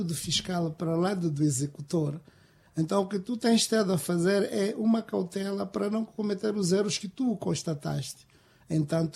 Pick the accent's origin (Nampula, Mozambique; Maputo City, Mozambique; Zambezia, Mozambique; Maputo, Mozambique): Nampula, Mozambique; Malema; Sim, pelo círculo eleitoral de Malema, eu vinha de Malema.